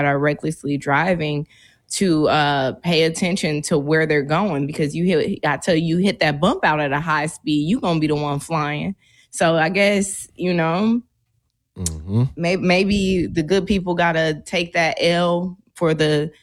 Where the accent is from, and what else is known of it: Milwaukee, Wisconsin, United States; born or raised there